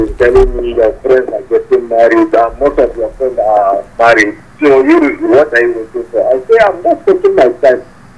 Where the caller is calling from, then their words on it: Sweden; I'm calling from Sweden